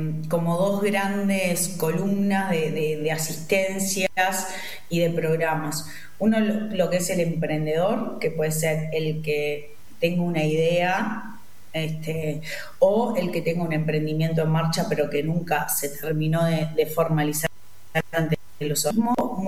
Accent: Carmelo, Colonia, Uruguay; yo estoy trabajando en Carmelo, soy de Carmelo

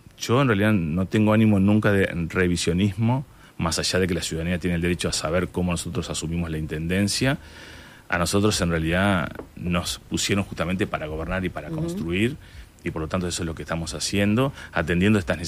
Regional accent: Fray Bentos, Río Negro, Uruguay; born there; yo nací en Fray Ventos

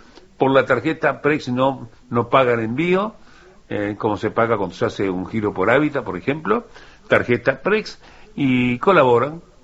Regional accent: Paysandú, Uruguay; now in Montevideo, Uruguay; Es otra Montevideo, sí. Diferente a la que yo conocí hace 50 años cuando vine de Paysandú.

